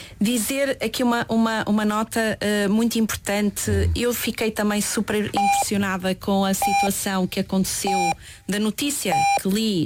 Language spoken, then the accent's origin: Portuguese; Vila Real, Norte, Portugal; now in Porto, Portugal; Vila Real, onde cresci